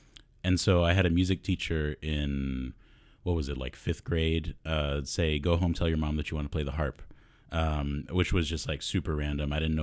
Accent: Virginia, United States; I grew up in Virginia.

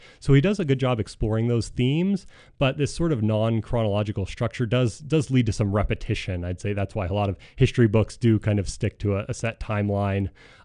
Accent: Utah, United States; growing up in Utah and going to school here.

